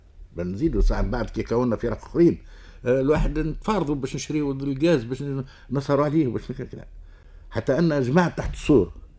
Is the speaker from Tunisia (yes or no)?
yes; Tunis, Tunis Governorate, Tunisia; born there; moved away as an adult; now in Ezzahra, Tunisia; أما تولدت في دارنا زنقة سيدي دلة عدد 46 توا ساكن فيها أخويا. طلعت للزهرة وقتها عام 57